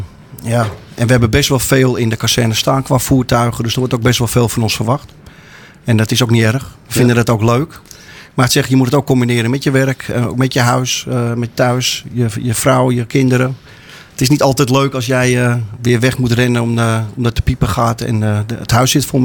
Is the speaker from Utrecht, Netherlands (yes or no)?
no; Amsterdam, North Holland, Netherlands; Ik kwam uit Amsterdam, ik ging verhuizen daar naartoe.